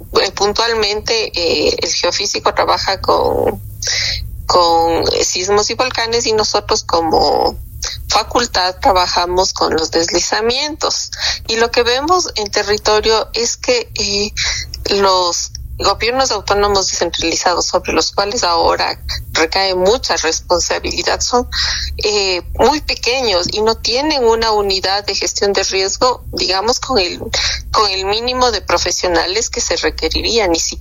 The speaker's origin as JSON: {"language": "Spanish", "country": "Ecuador", "said": "nosotros como sociedad ecuatoriana"}